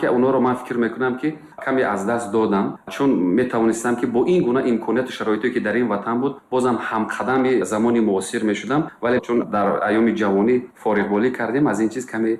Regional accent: Tajikistan; بله، رضایت از اون دارم که من خوشبختانه تاجیکم و در این وطن زندگی میکنم، صاحب وطنم، صاحب زبانم، فرهنگم، تاریخم.

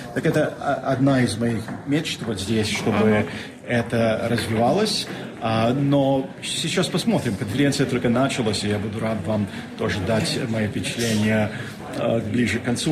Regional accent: Brussels, Brussels-Capital Region, Belgium; Я из Брюсселя.

